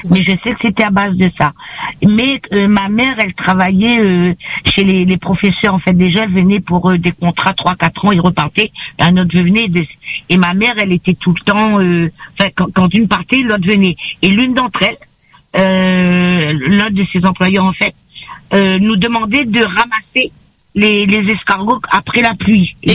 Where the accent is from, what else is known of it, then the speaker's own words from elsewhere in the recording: Réunion; born there; Moi, je suis née dans les Hauts